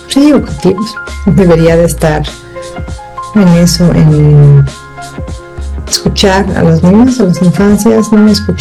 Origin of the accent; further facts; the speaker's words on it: Mexico; en México, en mi país